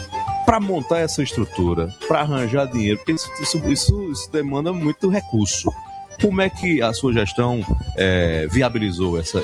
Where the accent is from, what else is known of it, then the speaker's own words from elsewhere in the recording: Marizópolis, Paraíba, Brazil; Mas eu fico dizendo a eles que a raiz deles é de Marisópolis, minha terra natal.